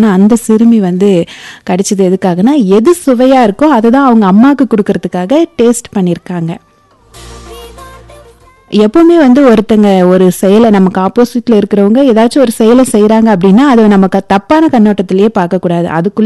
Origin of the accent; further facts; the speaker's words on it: Dharmapuri, Tamil Nadu, India; நானும் தர்மபுரி தான்.